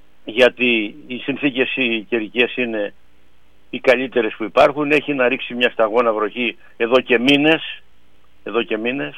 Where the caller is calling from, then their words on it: Kato Zachlorou, Western Greece, Greece; όπως λέμε και στο χωριό μου, στην Κάτω Ζαχλωρού